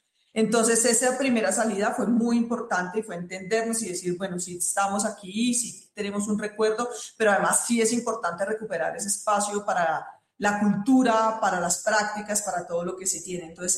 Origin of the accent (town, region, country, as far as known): Colombia